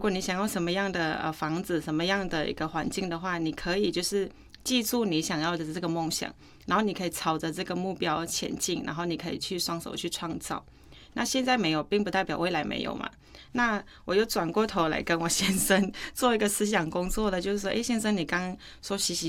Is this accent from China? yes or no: no; Northern Thailand, Thailand; 妈妈，你是哪里人？”我说：“我是泰国人啊，是泰国北部。”